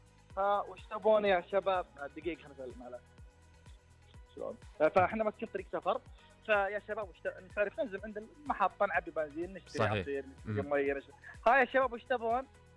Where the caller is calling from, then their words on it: Riyadh, Riyadh Province, Saudi Arabia; أكلكم من الرياض.